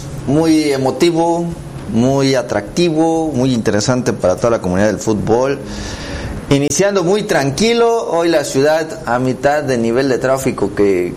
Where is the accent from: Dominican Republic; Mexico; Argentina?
Mexico; los millones de mexicanos que somos